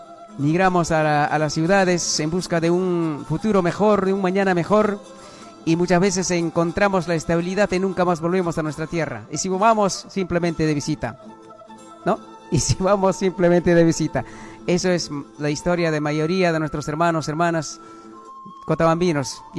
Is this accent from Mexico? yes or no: no; Apurímac, Peru; now in Cusco, Peru; distrito de Akira, del distrito de Mara, Chalhuahuacho, que son próximos allí. Gratos recuerdos de esta mi tierra.